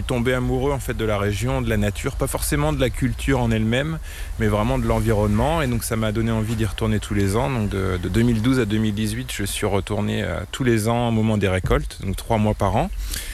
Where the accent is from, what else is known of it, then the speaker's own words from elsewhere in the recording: Évreux, Normandy, France; moved away as an adult; Alors moi je suis né ici, hein, je suis né à Évreux, la préfecture de l'Eure. J'ai grandi, j'ai passé toute ma jeunesse ici. On est revenus tous les deux en 2024 et c'est là où on s'est installé sur cette parcelle.